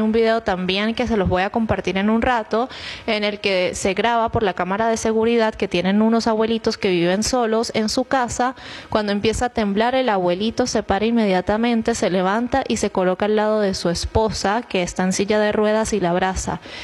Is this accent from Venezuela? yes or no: yes; Venezuela; todos somos venezolanos.